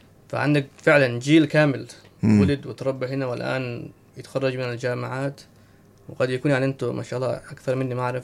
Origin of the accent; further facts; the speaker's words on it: Eritrea; now in Australia; وفي حياتي كانسان إريتري مسلم في استراليا يعني